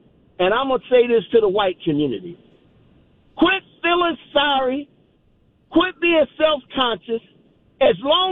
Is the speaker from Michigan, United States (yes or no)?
yes; Michigan, United States; I'm from Michigan. I done lived all over the country.